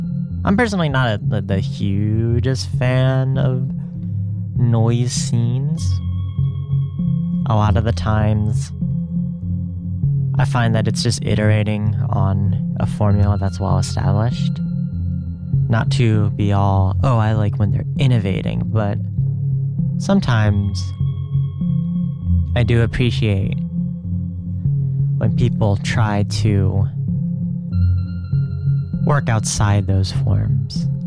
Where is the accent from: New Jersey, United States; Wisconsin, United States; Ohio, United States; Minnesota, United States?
New Jersey, United States; I'm from New Jersey.